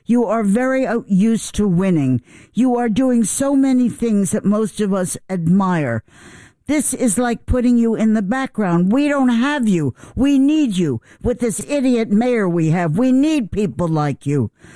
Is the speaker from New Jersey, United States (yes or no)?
no; New York City, New York, United States; My parents met in New York City. I was born in New York City. They probably had sex in New York City. I went to school in New York City.